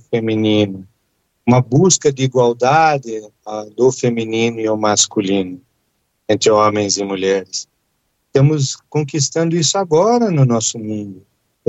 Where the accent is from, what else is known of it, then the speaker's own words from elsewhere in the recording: Curitiba, Paraná, Brazil; born there; Eu nasci em Curitiba, lá na Praça Tiradentes.